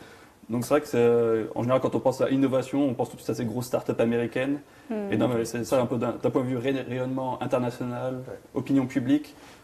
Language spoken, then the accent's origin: French; France; now in China; Quand on vient de France